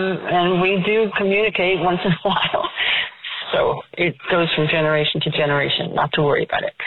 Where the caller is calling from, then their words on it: Augusta, United States; I'm calling from Augusta